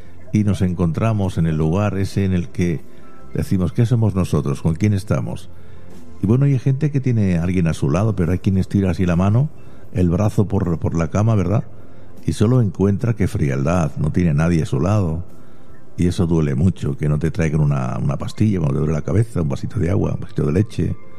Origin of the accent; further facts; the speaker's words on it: Granada, Andalusia, Spain; also born or lived in Murcia; yo soy de Murcia. Pero vamos, que los primeros dientes de leche no me salieron en Murcia, me salieron en Albaicín, en Granada.